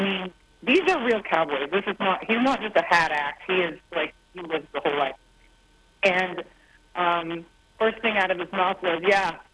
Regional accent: Canada; how proud I am to be Canadian.

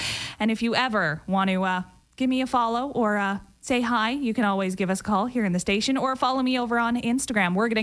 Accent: Winnipeg, Manitoba, Canada; I grew up here in Winnipeg

